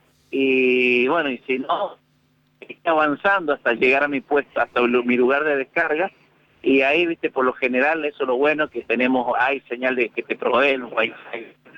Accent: Mendoza, Argentina; Mira, soy de Mendoza, pero estoy trabajando acá en Neuquén.

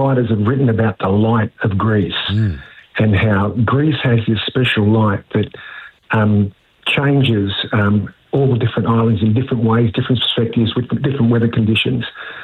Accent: Australia; born there; the wonderful country I was born in, Australia.

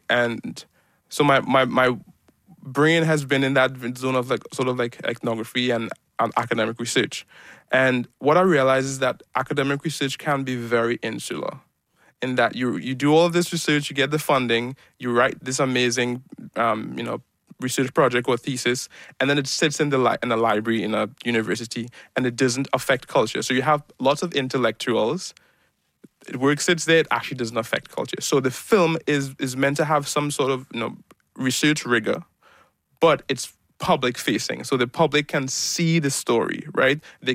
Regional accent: Trinidad & Tobago; I'm a Trinidadian

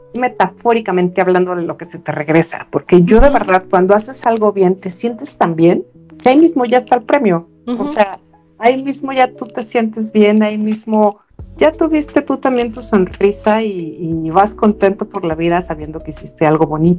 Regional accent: Mexico; los mexicanos transmitimos ese amor y esa alegría a otras culturas

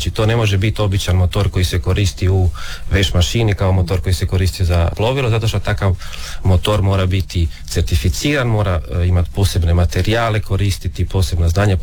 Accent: Pula, Istria County, Croatia; mi smo tu iz Pule, pretežito svi, imamo jednog Porečana isto.

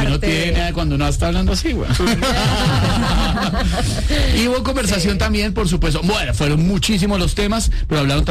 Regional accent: Bogotá, Colombia; accent: rolo; que se me salía mucho dos dejes, de dos cositas que uno habla mucho como rolo.

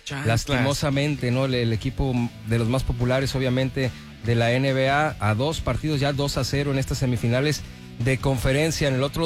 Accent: Sinaloa, Mexico; fíjate que si soy de Sinaloa, ojo.

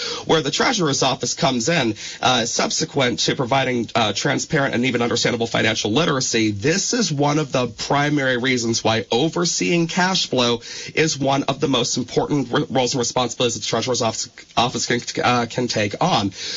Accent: Rutland, Vermont, United States; My very first one was recorded at Peg TV of Rutland City, of all places, my actual my hometown of Rutland County.

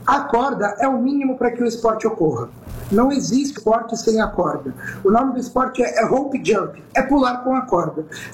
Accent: Baixada Santista, São Paulo, Brazil; Eu sou do litoral, aqui da Baixada.

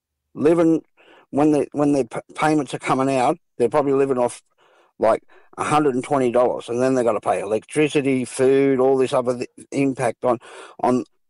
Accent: New South Wales, Australia; born there; And I was born in Wiradjuri country. So I've done the whole shipshift to come back to this, to the Darwal, Gunungara, Darug lands.

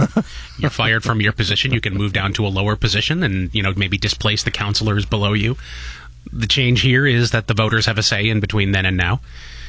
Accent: Windsor, Ontario, Canada; now in St. Catharines, Canada; preface this by saying I've grown up my entire life in this kind of part of southwestern Ontario. I come from Windsor. I moved up here to St. Catharines. I've lived basically all of my life in automotive towns in this part of the world.

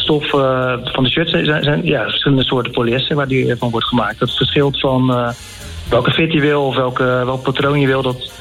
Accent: Rotterdam, South Holland, Netherlands; born there; Ja, geboren in Rotterdam.

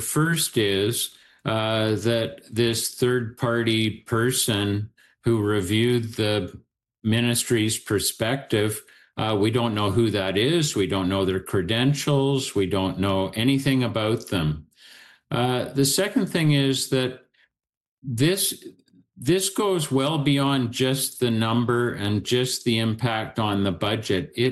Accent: British Columbia, Canada

